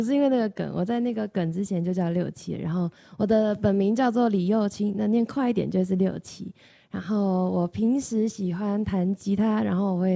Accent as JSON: {"language": "Chinese", "town": "Kaohsiung", "country": "Taiwan", "moved": "as an adult", "lives_now": "Taipei, Taiwan", "said": "我不是台北人，我是高雄人"}